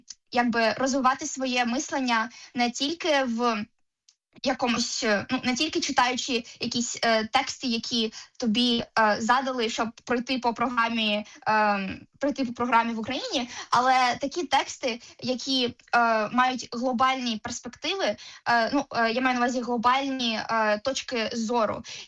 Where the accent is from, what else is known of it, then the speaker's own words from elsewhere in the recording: Enerhodar, Zaporizhzhia Oblast, Ukraine; Я сама не з Києва, я з Енергодару, тому це було таке дуже велике adventure, як це сказати українською.